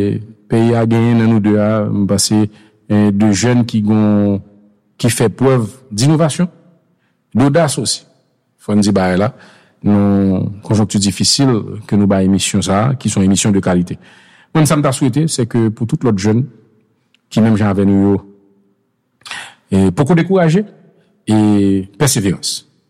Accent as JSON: {"language": "French", "country": "Haiti", "said": "Donc, c'est pas parce qu'on est fier qu'on est haïtien"}